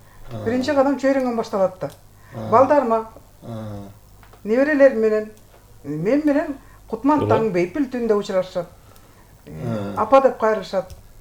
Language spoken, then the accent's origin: Kyrgyz; Talas Region, Kyrgyzstan; Сарудамын, Көгөйдөн.